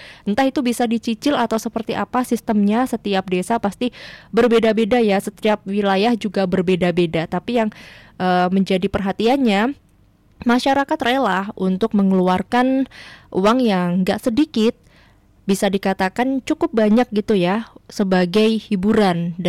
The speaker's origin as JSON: {"language": "Indonesian", "town": "Blitar", "region": "East Java", "country": "Indonesia", "said": "di daerahku Sobat K di Blitar"}